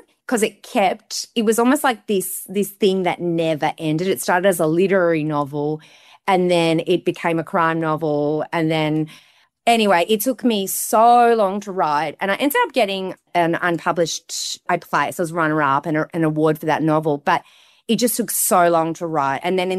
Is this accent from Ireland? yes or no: yes; Ireland; now in Australia; So I think while I see myself as Irish Australian, I definitely think my national character comes through more as an Irish person.